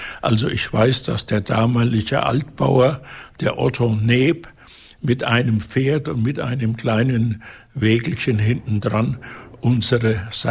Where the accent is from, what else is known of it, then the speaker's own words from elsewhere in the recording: Czechia; now in Germany; Das ist schon noch mein Heimatort, aber mittlerweile bin ich 80 Jahre Hesse.